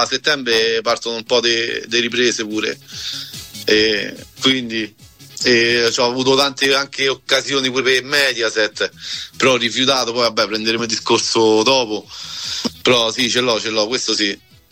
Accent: Rome, Lazio, Italy; Ciao Eleonora, vengo da Roma

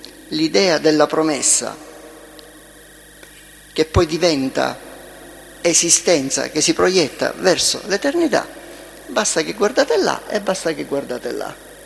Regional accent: Ragusa, Sicily, Italy; born there; io sono cresciuto nel Ragusa 3

